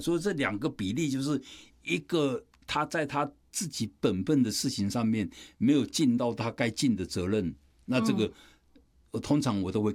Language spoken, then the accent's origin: Chinese; China; 我们中国人常常讲的一句话说：“谋事在人，成事在天”嘛。